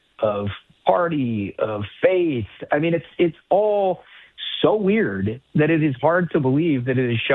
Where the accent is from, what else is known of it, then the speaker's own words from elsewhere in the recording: Midwest, United States; but you know, I grew up in the Midwest, and I've gotten to know an awful lot of people in communities all across this country.